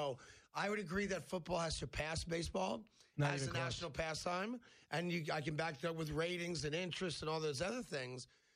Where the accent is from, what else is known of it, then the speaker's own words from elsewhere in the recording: East Coast, United States; we played it as kids growing up in the 70s on the East Coast, right?